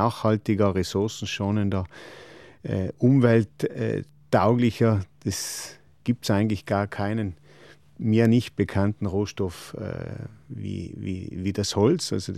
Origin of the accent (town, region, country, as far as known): Trentino-Alto Adige, Italy